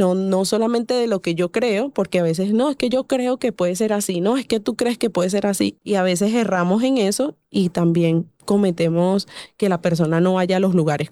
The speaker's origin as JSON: {"language": "Spanish", "country": "Venezuela", "moved": "yes", "lives_now": "Colombia", "said": "para mí Colombia es mi segundo hogar. No me siento ya ahorita en estos 9 años, si hay cosas que extraño de mi tierra"}